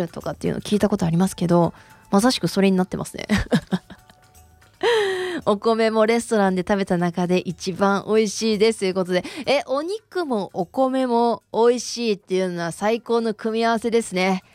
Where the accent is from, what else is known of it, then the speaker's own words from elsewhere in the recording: Kansai, Japan; moved away; 私は関西で育ったので、関西で育って牛肉のカレー、牛肉の肉じゃがで育ったので、